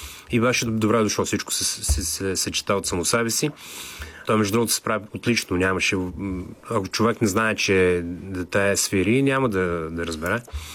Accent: Plovdiv, Plovdiv Province, Bulgaria; Аз живея в Пловдив. Там съм израснал.

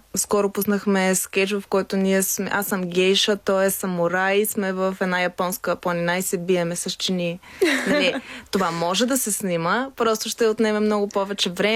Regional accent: Sofia, Sofia City, Bulgaria; Аз съм от Люлин. Как е преминало детството ми? С баба ми и дядо ми основно ме гледаха по площадките, така, Софийско чадо. Не съм имала възможността да тичам на село.

